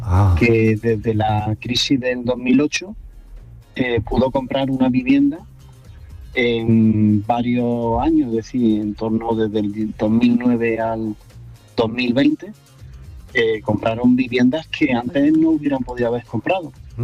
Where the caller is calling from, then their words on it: Granada, Andalusia, Spain; Yo llamo desde Granada. Yo soy agente inmobiliario